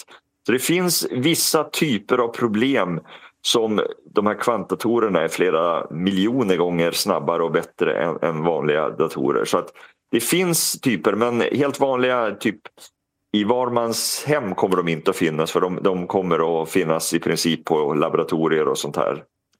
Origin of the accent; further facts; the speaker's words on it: Sweden; det är inte bara för vi är svensk